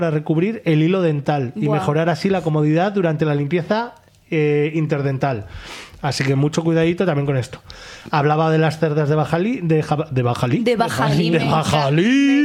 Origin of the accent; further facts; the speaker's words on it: La Rioja, Spain; porque en La Rioja, de donde soy yo, había un restaurante vegano.